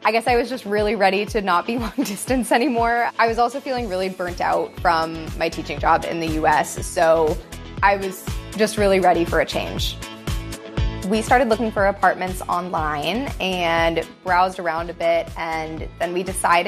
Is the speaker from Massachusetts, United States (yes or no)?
no; Texas, United States; moved away as an adult; now in Copenhagen, Denmark; especially in Texas, where I'm from.